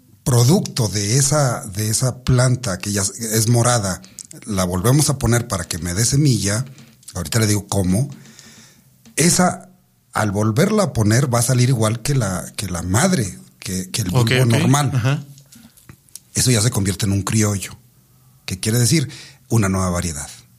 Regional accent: Mexico

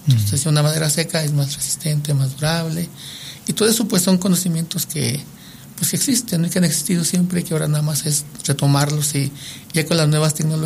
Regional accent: Michoacán, Mexico; born there; now in Durango, Mexico; yo vengo de Michoacán, y allá en el lugar donde nací, pues también es un bosque clima templado, y pues como que las casas eran de madera.

